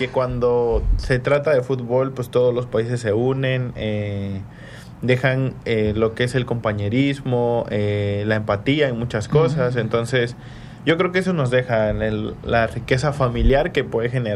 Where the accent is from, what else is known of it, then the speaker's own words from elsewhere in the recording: Mexico; yo como buen mexicano